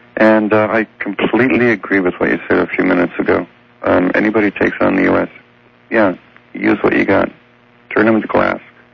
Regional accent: Montreal, Quebec, Canada; now in United States; I'm actually Canadian, but I live in the States now, legally.

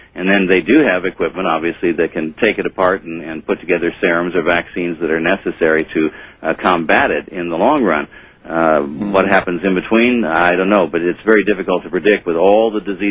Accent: California, United States; I grew up in California

